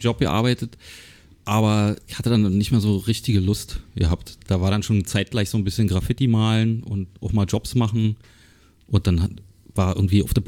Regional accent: Berlin, Germany; Ich bin in Köpenick groß geworden, genauso wie du.

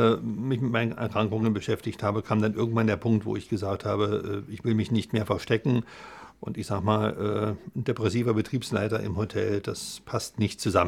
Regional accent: East Germany, Germany; ich bin ja ein Kind des Ostens und im Osten groß geworden

